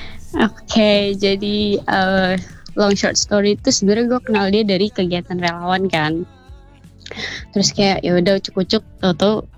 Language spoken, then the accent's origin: Indonesian; Jakarta, Indonesia; aku orang Jakarta